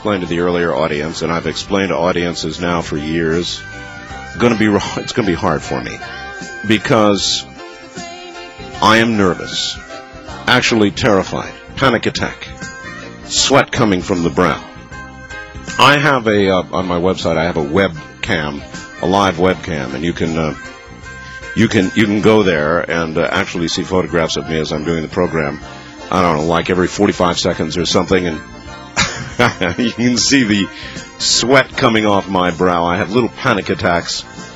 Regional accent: Northeast Corridor, United States; born there; also born or lived in New Jersey / Pennsylvania; I grew up in the Northeast Corridor, in New Jersey, Pennsylvania

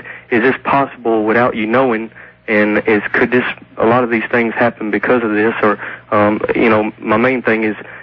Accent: Louisiana, United States; now in Nashville, Tennessee, United States; I grew up in South Louisiana

